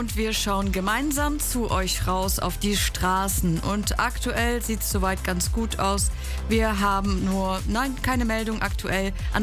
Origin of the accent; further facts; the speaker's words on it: Neuwied, Rhineland-Palatinate, Germany; aber ich komme aus Neuwied